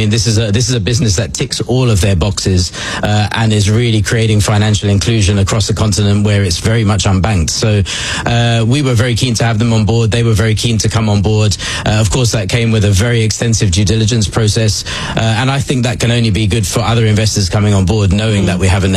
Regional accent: London, United Kingdom; I'm from London.

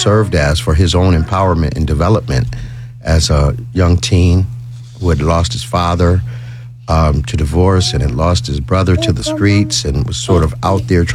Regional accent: Springfield, Massachusetts, United States; as a teenager growing up in Springfield, Massachusetts.

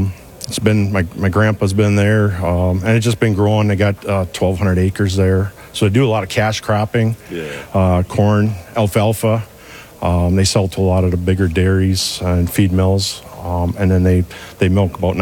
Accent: Wisconsin, United States; Born and raised in near Green Bay, Wisconsin. Grew up on a dairy farm, 90 cow herd.

